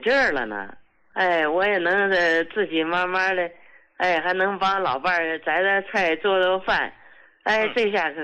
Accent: Northeast China, China; 哎，胡老师，我是东北的一个患者。

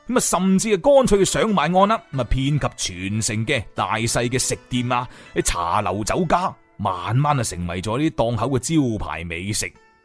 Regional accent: Guangzhou, Guangdong, China; 我哋广州人呢，就将即係普语当中嘅癞蛤蟆啊，即係癞蛤蟆叫做琴佢咁样嘅。

